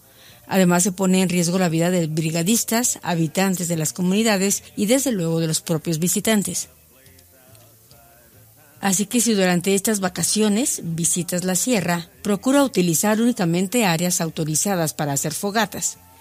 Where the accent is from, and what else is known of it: Durango, Mexico